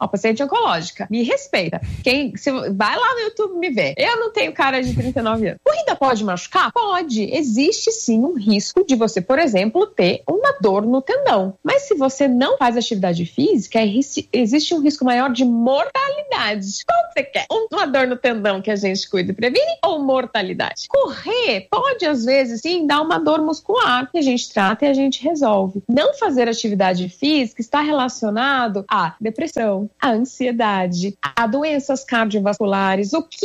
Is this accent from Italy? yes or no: yes; Italy; Portuguese is a second language; Porque eu preciso da minha mão, que eu sou italiana e eu falo com a mão